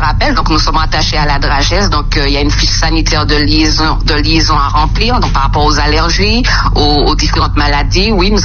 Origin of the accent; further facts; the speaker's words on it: Martinique, France; mettre en place un espace d'échange pour les Martiniquais, donc pour pouvoir parler anglais, parce que nous sommes entourés de la Dominique et de la Sainte-Lucie.